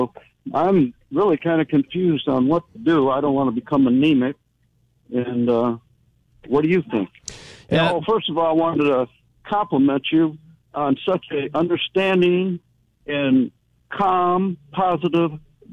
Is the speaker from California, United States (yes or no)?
no; Illinois, United States; now in Mississippi, United States; And I'm a snowbird from Illinois, and I have a gastroenterologist, liver specialist there that put me on a 3 to 4 month, regardless, get your phlebotomy.